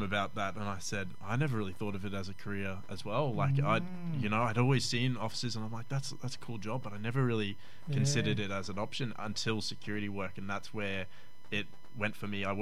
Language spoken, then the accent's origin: English; Cairns, Queensland, Australia; I grew up here in Cairns locally. My family … they're from, yep, Murray Island.